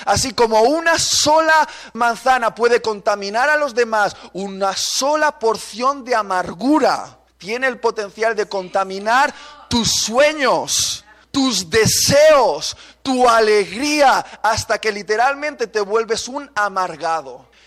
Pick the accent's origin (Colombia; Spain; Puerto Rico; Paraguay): Spain; Basque Country; Yo en el País Vasco me encantan los pinchos de tortilla y el chiquito, somos vascos